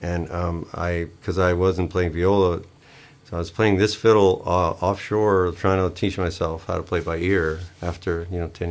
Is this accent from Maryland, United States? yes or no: yes; Maryland, United States; also born or lived in Arizona / Oregon; I am from Arizona, Oregon, and Maryland.